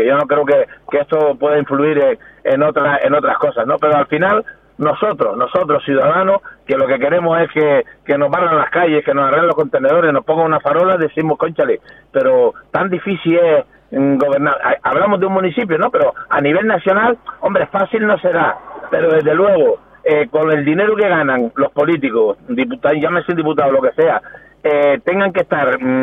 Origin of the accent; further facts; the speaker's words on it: Las Palmas / the island, Canary Islands, Spain; Soy madridista, soy de Las Palmas